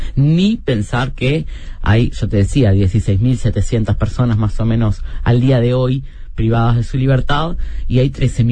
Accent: Uruguay

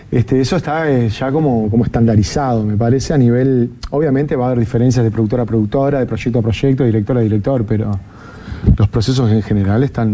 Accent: Uruguay; Yo soy de Uruguay, a ver.

